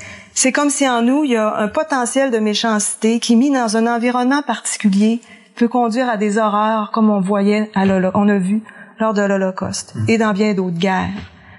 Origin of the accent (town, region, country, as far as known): Saguenay, Quebec, Canada; born or raised there